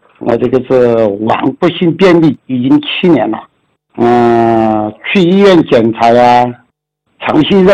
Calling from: Chongqing, China; 我来自重庆，重庆市江津区，出生于1971年农历的十月初四丑时。

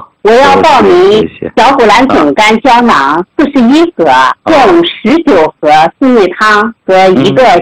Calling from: Shihezi, Xinjiang, China; 我是来自新疆的老学员，

